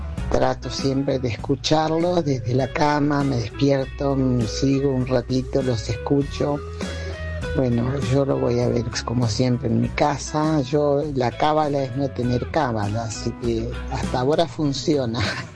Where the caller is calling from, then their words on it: Trelew, Chubut, Argentina; que hablo desde Trelew.